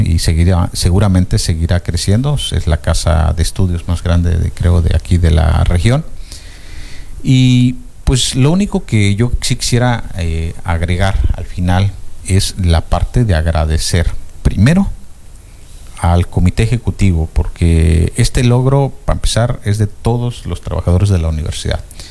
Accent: Tlanchinol, Hidalgo, Mexico; moved away; mi tierra natal que amo, que adoro y que seguido estoy por allá en las nubes porque me encanta lo fresco de allá.

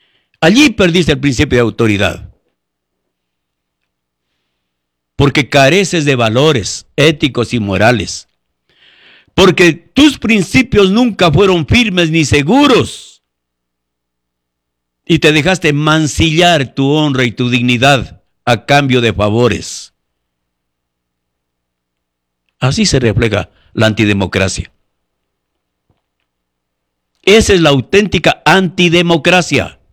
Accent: Ecuador; Están ausentes de nuestros principios, de nuestra ética y de nuestra moral como ecuatorianos.

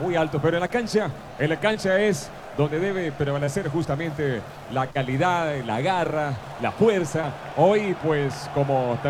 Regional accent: Ecuador; Bueno, como ecuatoriano, pues obviamente, prioridad el encebollado.

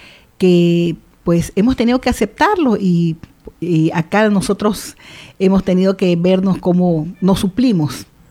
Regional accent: Guayaquil, Guayas, Ecuador

